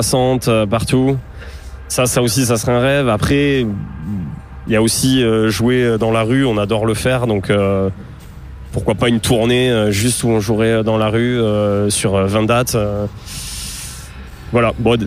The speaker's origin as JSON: {"language": "French", "town": "Toulouse", "region": "Occitanie", "country": "France", "said": "on vient du même coin. On vient de Toulouse."}